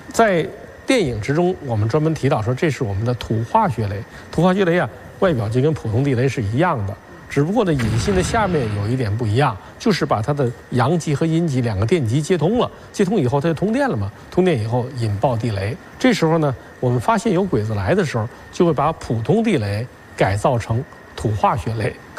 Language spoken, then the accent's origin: Chinese; China